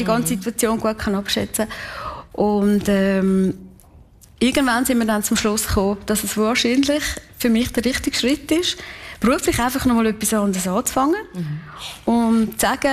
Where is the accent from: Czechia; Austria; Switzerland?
Switzerland; Kaltbrunn, St. Gallen; weil ich bin in Kaltbrunn aufgewachsen. Ich bin ein Kaltbrunner, durch und durch.